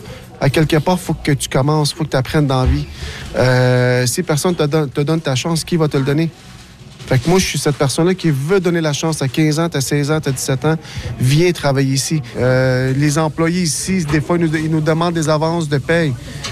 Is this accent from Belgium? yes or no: no; Verdun, Quebec, Canada; Dans Verdun. J'ai grandi dans Verdun. Je connais les difficultés que le... Que les Verdunois ou que les jeunes y ont eu, les jeunes, je les sens. Je les sens parce que j'ai vécu ici